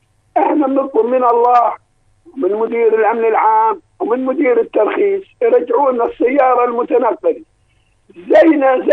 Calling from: Aqaba, Aqaba Governorate, Jordan; يعني انا امشي من العقبة 25 كيلو اطلع الطريق الخلفي

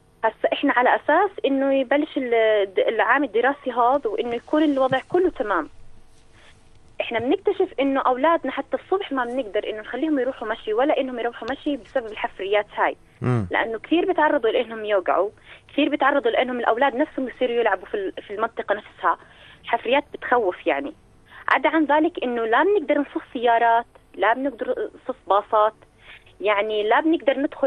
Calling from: Tafilah, Tafilah Governorate, Jordan; أنا من الطفيلة.

